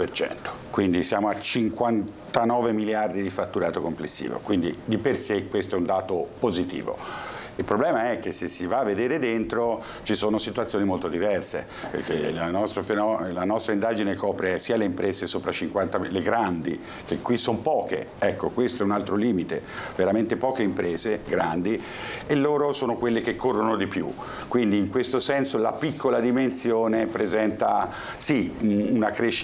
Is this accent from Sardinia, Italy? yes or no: no; Pisa, Tuscany, Italy; now in Genoa, Italy; sono pisano.